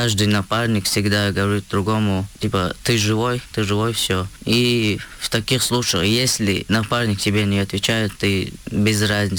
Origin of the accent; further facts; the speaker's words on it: Shuani, Chechen Republic, Russia; После завершения службы я приехал в родное село Шуани, еще оно называется.